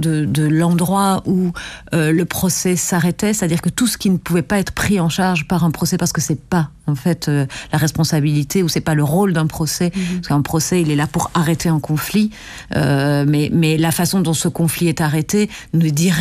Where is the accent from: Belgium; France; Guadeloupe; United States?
Belgium; Wallonia; Et moi, je suis wallonne, donc j'ai grandi aussi dans la culture wallonne.